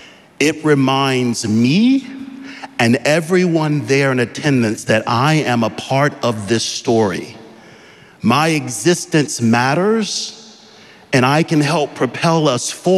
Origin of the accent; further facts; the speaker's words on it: Georgia, United States; Well, I grew up in Georgia in our baseball team, the Atlanta Braves. And I bring that up because growing up in Georgia, my first profession was as a middle school educator.